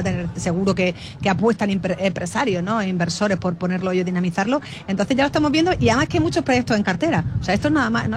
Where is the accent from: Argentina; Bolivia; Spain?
Spain; Almería, Andalusia; Pero es que yo soy muy almeriense. A mí es que me gusta mucho la feria.